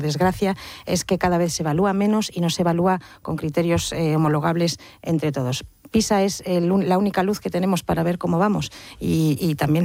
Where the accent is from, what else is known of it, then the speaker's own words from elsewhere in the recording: Basque Country, Spain; Y luego yo como vasca pues estoy escandalizada por los resultados en el País Vasco.